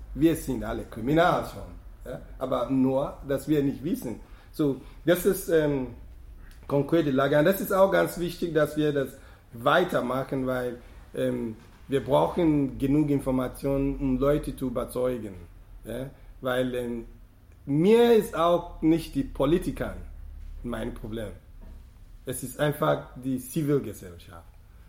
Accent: Nigeria; born there; German is a second language; Nigeria ist ein Land, wo ich geboren bin. Ich kenne die Struktur, ich kenne das System.

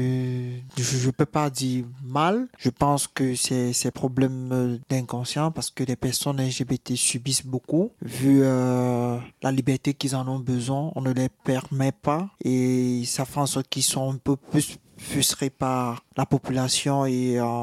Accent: Cameroon

